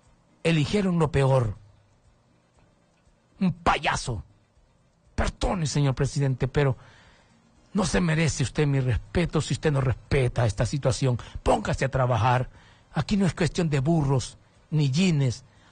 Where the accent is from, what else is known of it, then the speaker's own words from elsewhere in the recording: Honduras; nuestros hermanos hondureños